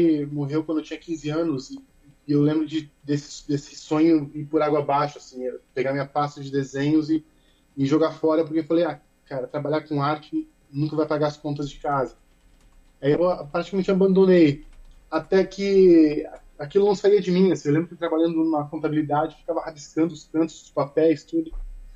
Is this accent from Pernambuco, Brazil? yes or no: no; Blumenau, Santa Catarina, Brazil; Eu sou natural de Blumenau. Vivo aqui até hoje, né?